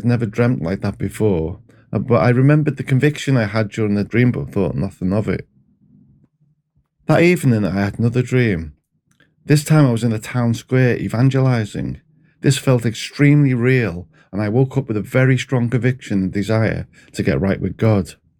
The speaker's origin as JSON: {"language": "English", "town": "Skelmersdale", "region": "North West England", "country": "United Kingdom", "tie": "born or raised there", "also_born_or_lived": "Liverpool", "said": "I was born in Liverpool, grew up in a town called Skelmersdale, and I was saved when I was 9."}